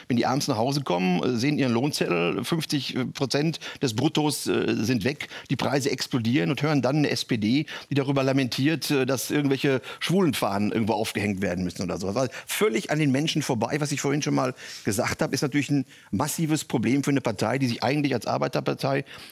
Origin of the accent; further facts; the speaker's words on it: Herten, North Rhine-Westphalia, Germany; Ich bin ja gebürtig aus dem Ruhrgebiet, aus der wunderschönen Stadt Herten.